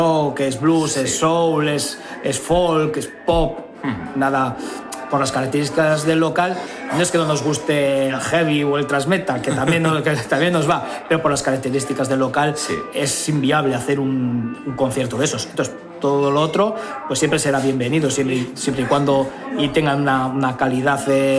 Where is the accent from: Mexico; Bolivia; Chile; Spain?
Spain; Bilbao, Basque Country; yo soy de Santutxu y yo empecé a trabajar en Algorta con 17 años.